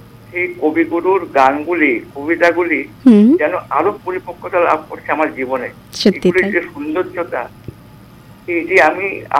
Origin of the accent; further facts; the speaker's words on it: Belonia, Tripura, India; ওই গ্রীষ্মের বন্ধে চলে আসতাম গ্রামের বাড়িতে, আমাদের বাড়ি হলো বিলোনিয়া কৃষ্ণনগর।